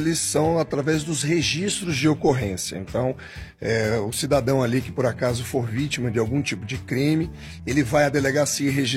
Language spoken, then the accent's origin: Portuguese; Salvador, Bahia, Brazil; now in Brasília, Brazil; eu mesmo vim de outro estado, de outra cidade de onde eu fui criado, de Salvador, Bahia.